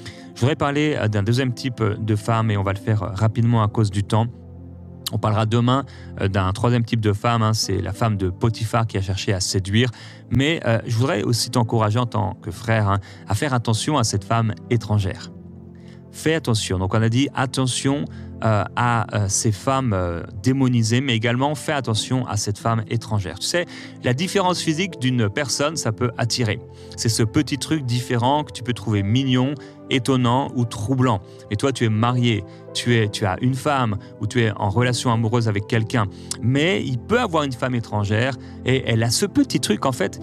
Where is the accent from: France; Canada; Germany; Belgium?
France; born there; moi-même, je suis né en France